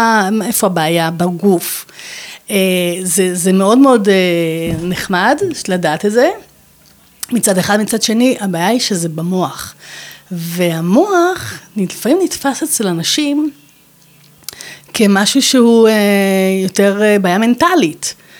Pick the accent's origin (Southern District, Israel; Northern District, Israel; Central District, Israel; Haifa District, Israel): Haifa District, Israel; Hadera; אני באתי מחדרה. זו עיר קטנה, מאוד, מאוד לא מפותחת. קטנה, נחמדה, באמת, באתי מבית צנוע מאוד.